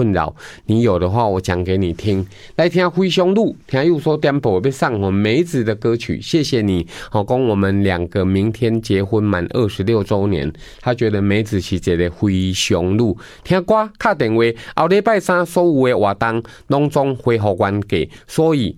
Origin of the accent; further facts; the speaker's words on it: Taiwan; 最近这几年我们台湾人的饮食比较西化啦，